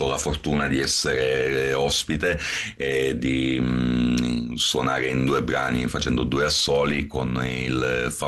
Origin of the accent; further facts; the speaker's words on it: Sicily, Italy; è legato alla mia terra, si evince questo concetto di sicilianità